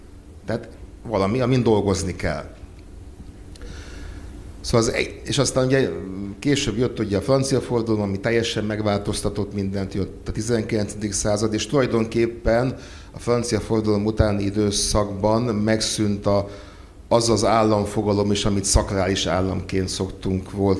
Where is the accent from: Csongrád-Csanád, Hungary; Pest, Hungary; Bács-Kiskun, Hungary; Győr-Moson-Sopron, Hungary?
Bács-Kiskun, Hungary; Kecskemét; born there; hát például az én szülővárosomban, Kecskeméten